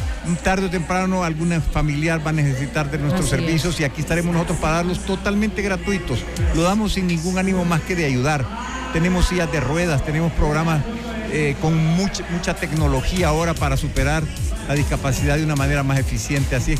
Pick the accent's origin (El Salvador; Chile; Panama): El Salvador